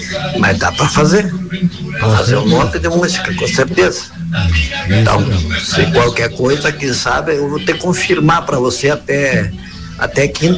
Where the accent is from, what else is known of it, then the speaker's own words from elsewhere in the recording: Rio Azul, Paraná, Brazil; moved away; pra vocês aí de Rio Azul, minha terra natal.